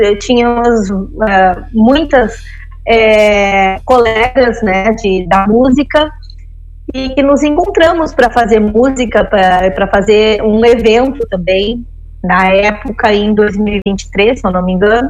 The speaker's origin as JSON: {"language": "Portuguese", "town": "Dom Pedrito", "region": "Rio Grande do Sul", "country": "Brazil", "tie": "born or raised there", "moved": "yes", "lives_now": "Pelotas, Brazil", "said": "O meu pai, ele era gaiteiro lá em Dom Pedrito, onde eu me criei, onde eu tenho laços ainda muito profundos, né, com o local."}